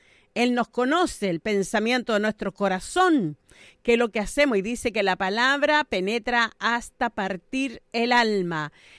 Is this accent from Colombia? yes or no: no; Chile; Pero también somos chilenos, sí